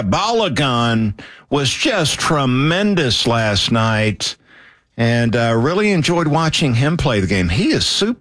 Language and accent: English; Valdosta, Georgia, United States; They didn't even offer soccer growing up in Valdosta.